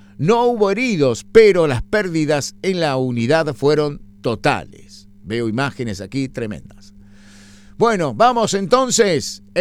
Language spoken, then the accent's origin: Spanish; Córdoba, Argentina; así somos los cordobeses, los argentinos.